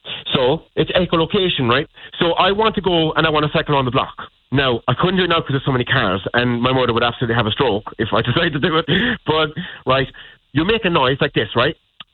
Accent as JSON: {"language": "English", "region": "England", "country": "United Kingdom", "said": "I'm an English."}